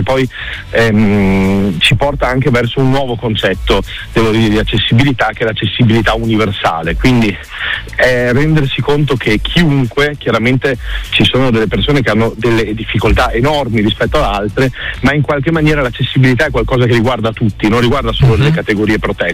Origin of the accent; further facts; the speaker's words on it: Dolomites, Italy; mi ricordo, il primo del mio paese, abitavo in un piccolo paese sulle Dolomiti, sono stato il primo del mio paese ad avere internet, avevo 10 anni